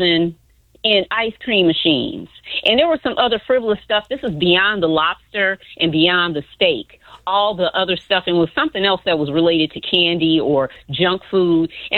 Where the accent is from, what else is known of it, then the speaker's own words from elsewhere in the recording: Chicago, Illinois, United States; I came from Bronzeville. Me and Matt lived a few weeks apart.